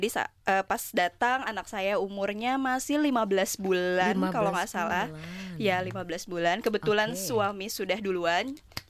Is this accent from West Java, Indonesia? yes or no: yes; Depok, West Java, Indonesia; moved away as an adult; now in Brisbane, Australia; Sebagai orang Depok ya, Depok Jawa Barat di Indonesia.